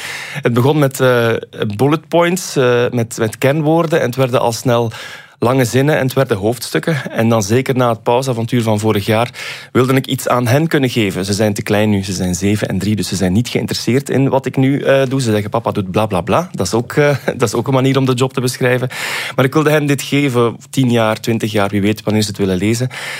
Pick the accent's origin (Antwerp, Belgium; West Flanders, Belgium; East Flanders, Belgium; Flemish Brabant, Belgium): West Flanders, Belgium; Bruges; En ja, ik ben zelf uit Brugge afkomstig.